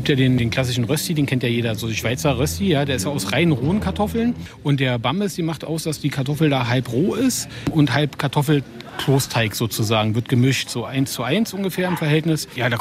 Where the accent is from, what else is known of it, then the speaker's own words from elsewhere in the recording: Berlin, Germany; Ich bin eigentlich Berliner, ne?